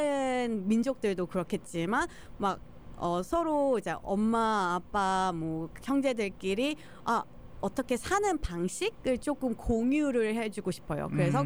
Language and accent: Korean; South Korea; also born or lived in Toronto, Canada; 저는 그냥 자라면서 토론토에서 태어났지만 아기 때 한국을 갔어요.